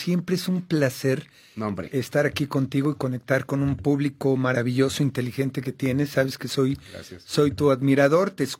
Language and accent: Spanish; Mexico